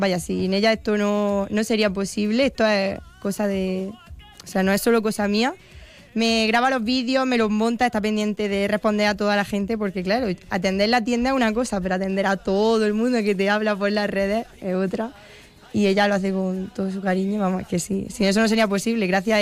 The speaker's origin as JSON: {"language": "Spanish", "town": "Baza", "region": "Andalusia", "country": "Spain", "said": "a mí me encanta vender cosas de mi pueblo"}